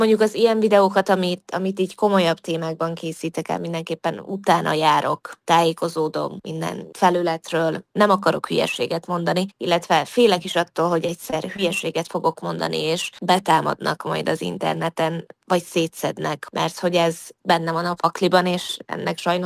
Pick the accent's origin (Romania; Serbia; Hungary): Serbia; Vojvodina; ezen a vidéken élünk, ez nem helytelen délvidéki magyarként én így beszélek. Persze folyamatosan művelem, és művelni kell a beszédünket, de jó érzés, hogy ide születtem, így beszéltek, ahogy most.